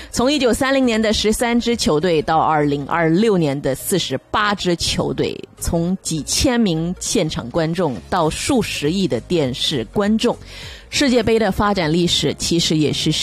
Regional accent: Canada; 我们加拿大人

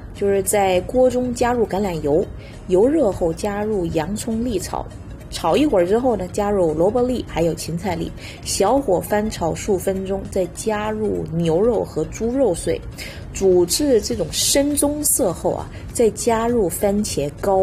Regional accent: China

